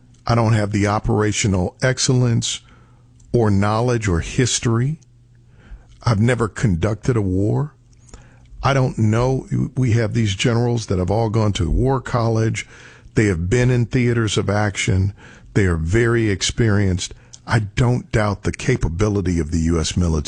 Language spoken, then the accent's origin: English; United States; I'm an American citizen. I'm a taxpayer.